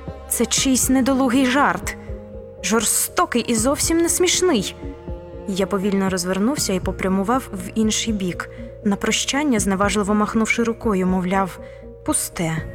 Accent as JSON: {"language": "Ukrainian", "region": "Khmelnytskyi Oblast", "country": "Ukraine", "tie": "born or raised there", "said": "Подейкували навіть, що колись на місці моєї малої батьківщини було Сарматське море, а Товтри – то взагалі кораловий риф."}